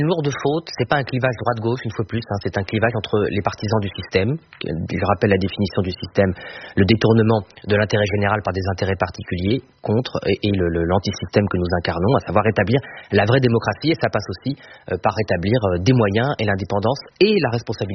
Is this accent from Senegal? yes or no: no; Boulogne-sur-Mer, Hauts-de-France, France; born there